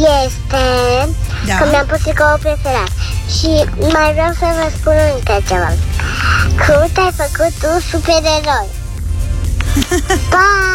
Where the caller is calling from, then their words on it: Bucharest, Romania; din București și am 4 ani